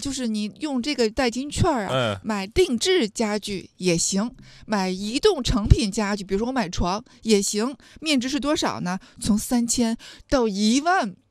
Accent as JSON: {"language": "Chinese", "region": "Tianjin", "country": "China", "said": "因为我是天津人嘛。"}